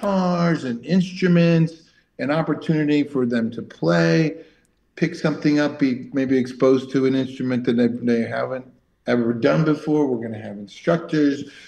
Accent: Bloomington, Minnesota, United States; also born or lived in Richfield; I was born in Bloomington. Lived in Richfield, used to hear them announce the baseball players' names from the outdoor baseball stadium there.

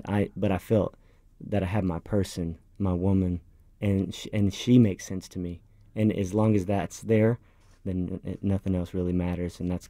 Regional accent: North Richland Hills, Texas, United States; I grew up in a little town outside of Fort Worth called North Richland Hills.

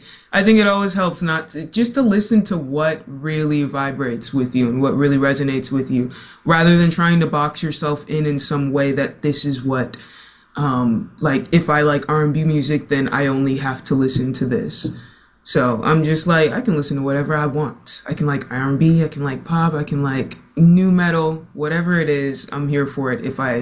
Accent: Katy, Texas, United States; I'm from Katy, Texas. Like you said, suburb within Houston, but my roots, ethnicity-wise, I'm Nigerian, though.

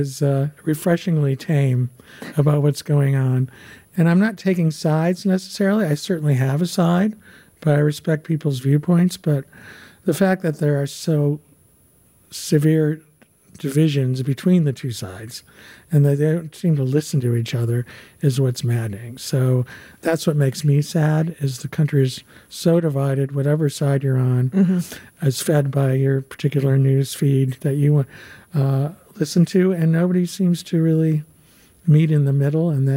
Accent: United States; If I say I'm from the States, they aren't angry.

